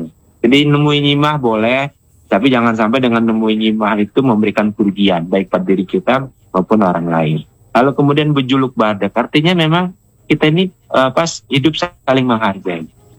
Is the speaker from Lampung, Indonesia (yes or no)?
yes; Lampung, Indonesia; bahwa kita orang Lampung